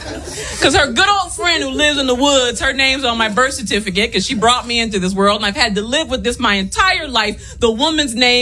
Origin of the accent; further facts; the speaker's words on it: Hawkinsville, Georgia, United States; Nothing in my hometown of Hawkinsville. We have a Dairy Queen kiosk thing that the owner opens whenever he decides he wants to open it.